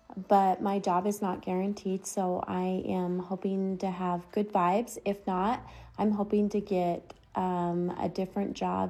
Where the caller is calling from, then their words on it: Ogden, Utah, United States; I'm from Ogden